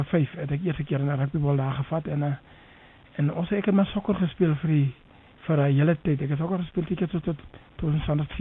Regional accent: Rehoboth district, Hardap, Namibia; In die Rehoboth distrik. Okay. Daar na by Kleinhoop is een plek met die naam van Witkrans.

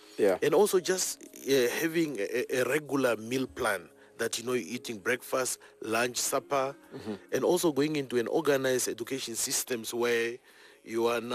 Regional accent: Angola; moved away; also born or lived in East Germany; And you must remember that whilst we're coming from Angola, we were also trained, or we lived into a more socialist setup, a communist setup. So when we went to East Germany, it was even more a communist country.

